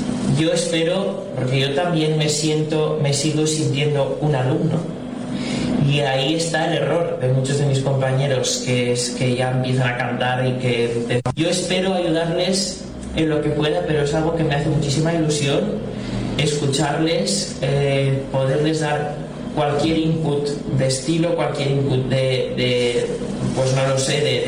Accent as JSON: {"language": "Spanish", "region": "Valencian Community", "country": "Spain"}